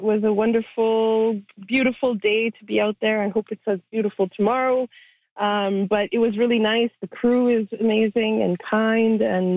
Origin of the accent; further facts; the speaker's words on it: Manitoba, Canada; specifically Manitoba, being from the Red River, you know, my perspective of Canadian history is very from a Métis and Francophone lens